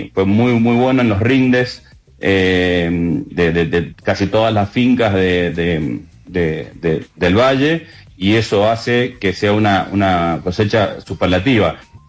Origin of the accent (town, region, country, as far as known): Mendoza, Argentina